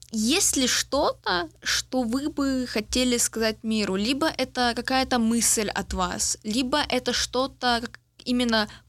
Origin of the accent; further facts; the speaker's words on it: Kyiv, Ukraine; now in Linz, Austria; Потому что я тоже киевлянка, и я вот переехала сюда